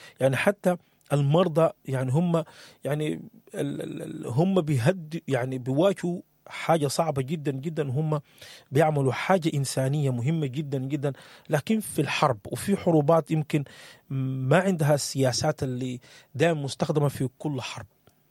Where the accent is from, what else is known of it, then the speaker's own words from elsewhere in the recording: Sudan; وشنو الجديد في الأخبار في بلدنا السودان.